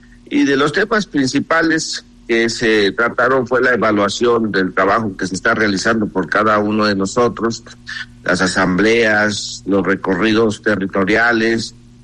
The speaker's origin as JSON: {"language": "Spanish", "town": "Paracho", "region": "Michoacán", "country": "Mexico", "tie": "born or raised there", "said": "Aunque soy originario de Paracho."}